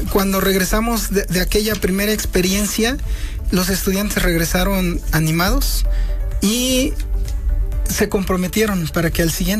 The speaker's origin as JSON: {"language": "Spanish", "town": "Coahuila", "region": "Puebla", "country": "Mexico", "said": "Se llama Coahuila."}